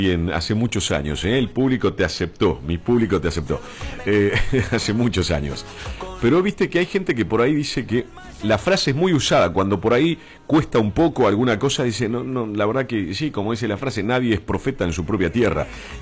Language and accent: Spanish; Curuzú Cuatiá, Corrientes, Argentina; En mi caso, yo me siento muy, muy bien acá en Curuzú, en mi pueblo, en mi ciudad, y me siento reconocido en mi ciudad también.